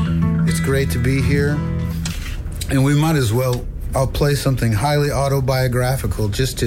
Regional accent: Texas, United States; Well, I grew up in East Texas

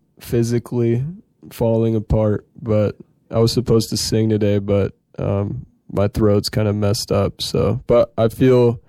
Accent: Nashville, Tennessee, United States; For sure. Well, Nashville is really cool.

